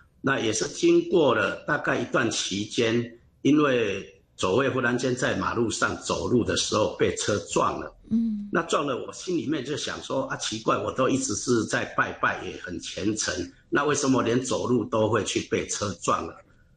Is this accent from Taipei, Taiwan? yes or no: no; Taoyuan, Taiwan; moved away